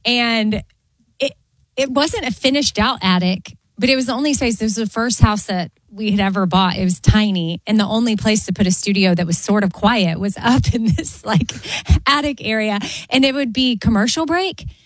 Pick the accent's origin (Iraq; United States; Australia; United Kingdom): United States; Texas; moved away as an adult; also born or lived in North Carolina; now in Nashville, United States; when I moved from Austin to North Carolina, I'd never lived out of the state of Texas when I moved to North Carolina.